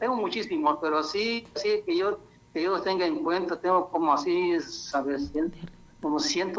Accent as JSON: {"language": "Spanish", "town": "Rosa Morada", "region": "Nayarit", "country": "Mexico", "tie": "born there", "moved": "yes", "lives_now": "Quintana Roo, Mexico", "said": "soy de Rosa Morada, Nayarit, radicado en Quintana Roo."}